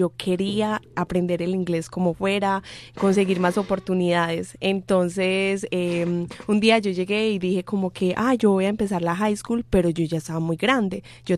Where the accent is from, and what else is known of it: Don Matías, Antioquia, Colombia